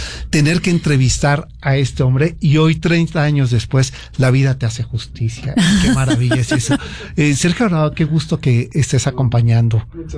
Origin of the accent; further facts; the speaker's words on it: Mexico City, Mexico; born there; Porque nosotros nacimos en el DF.